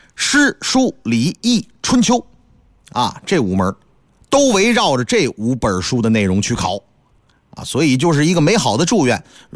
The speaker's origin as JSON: {"language": "Chinese", "region": "Northeast China", "country": "China", "tie": "born or raised there", "said": "你像我老家东北"}